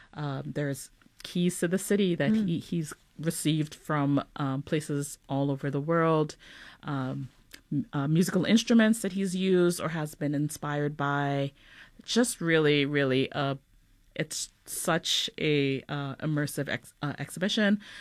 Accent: Trinidad & Tobago; for every child growing up in Trinidad, you know, we remember this.

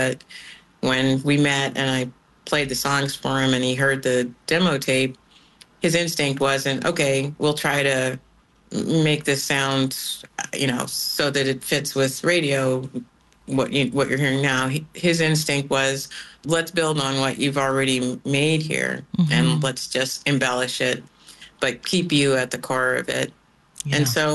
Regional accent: Midwest, United States; I'm a Midwesterner.

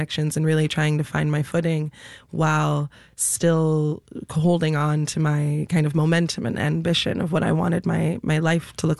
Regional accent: Chicago, Illinois, United States; I grew up in Chicago in the city, and I really feel that I'm a city girl through and through.

